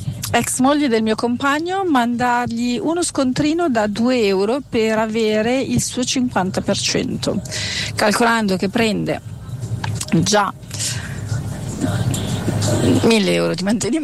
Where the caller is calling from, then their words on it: Lombardy, Italy; dalla provincia di Bergamo.